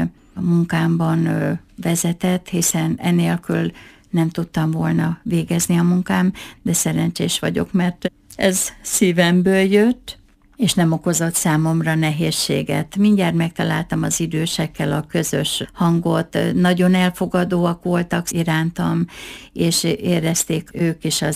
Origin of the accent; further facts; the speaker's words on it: Jász-Nagykun-Szolnok, Hungary; born there; moved away as an adult; now in Miskolc, Hungary; Én Szolnok megyében egy kis alföldi városban születtem, és 82-ben kötöttünk házasságot férjemmel, és 83 óta élünk Miskolcon együtt